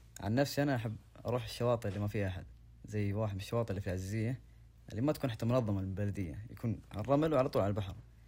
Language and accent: Arabic; Dammam, Eastern Province, Saudi Arabia; مثلا عندنا في الدمام يمكن ما توفق بنثبت البحر